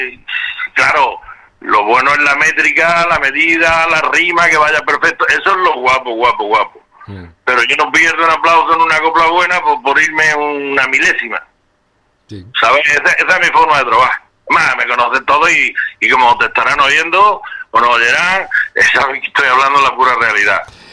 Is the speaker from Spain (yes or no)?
yes; Andalusia, Spain